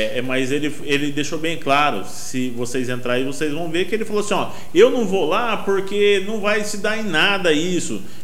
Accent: Bauru, São Paulo, Brazil; cidadão nascido e criado aqui em Bauru.

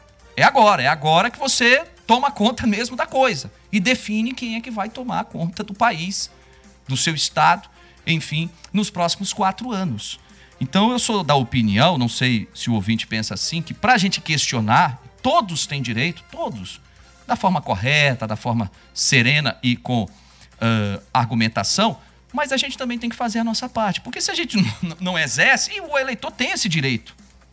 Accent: Mirador, Maranhão, Brazil; Boa tarde, Tiago, sou daqui de Mirador. … já fui votar, sou também deficiente visual.

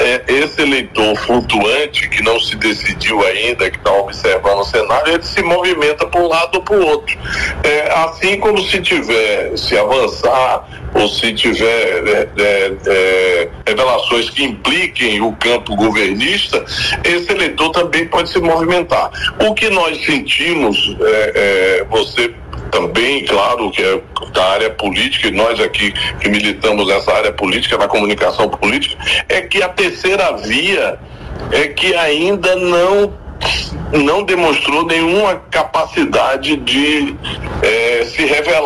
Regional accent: Brazil

